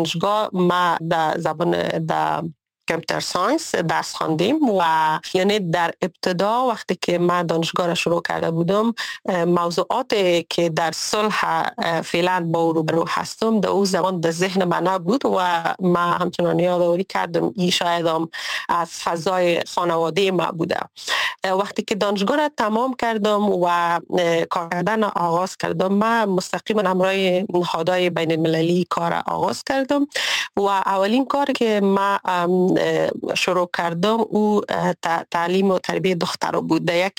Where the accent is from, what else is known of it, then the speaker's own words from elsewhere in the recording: Kabul, Afghanistan; moved away as an adult; now in Sweden; ما ای اولین بار است که از افغانستان بیرون زندگی میکنم و از زمانی که تولد شدیم در کابل بزرگ شدیم و در کابل زندگی کردیم.